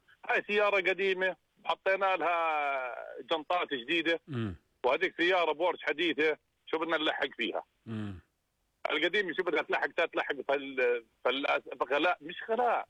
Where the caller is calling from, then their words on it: Aqaba, Aqaba Governorate, Jordan; عندنا في العقبة.